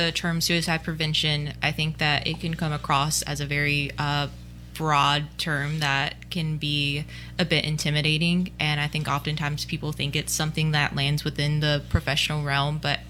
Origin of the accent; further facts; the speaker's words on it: Belvoir, North Carolina, United States; I also grew up here in Pitt County. I grew up in Belvoir, and Brianna and I actually went to the same high school. So we both went to North Pitt High School.